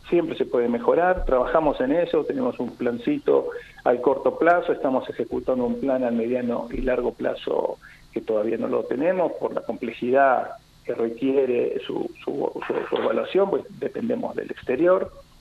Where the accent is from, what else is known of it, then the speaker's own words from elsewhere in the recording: Puerto Madryn, Chubut, Argentina; yo soy de Madryn, me conoce todo el mundo